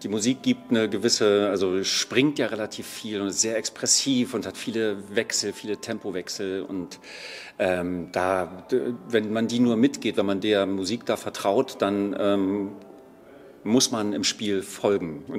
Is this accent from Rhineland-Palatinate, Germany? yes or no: no; Berlin, Germany; also born or lived in Luxembourg / Rostock; now in Saarbrücken, Germany; Und ich komme aus Berlin, wo das dann doch oft mal mürrischer zugeht.